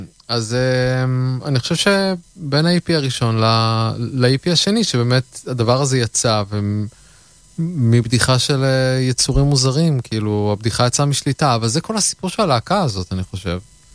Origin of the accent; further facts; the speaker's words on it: Haifa, Haifa District, Israel; moved away as an adult; אז אני גדלתי שם